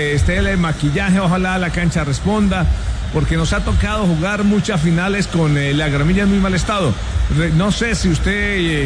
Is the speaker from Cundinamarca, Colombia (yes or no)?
yes; La Palma, Cundinamarca, Colombia; born there; mi pueblo, de La Palma, Cundinamarca, que era en tierra